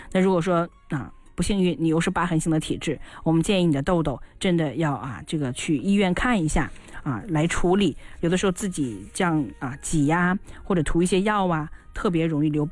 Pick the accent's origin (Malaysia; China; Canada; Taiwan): China; 其实我们包括我们中国人哈，